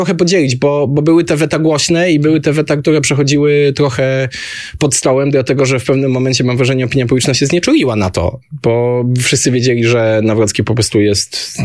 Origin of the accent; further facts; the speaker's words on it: Wrocław, Lower Silesian Voivodeship, Poland; mimo że rzeczywiście pochodzę z Wrocławia i Odrę lubię i z Odrą mam dobre wspomnienia